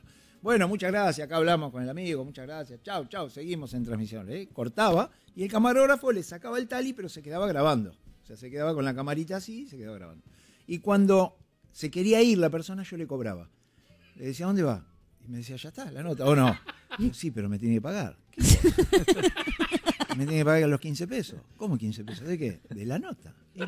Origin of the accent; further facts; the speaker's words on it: Mar del Plata, Buenos Aires Province, Argentina; born there; moved away as an adult; now in Buenos Aires, Argentina; yo nací en Mar del Plata